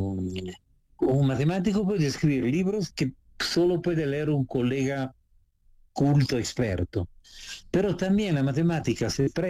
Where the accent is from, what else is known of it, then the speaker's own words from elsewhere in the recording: Italy; Spanish is a second language; moved away; yo soy italiano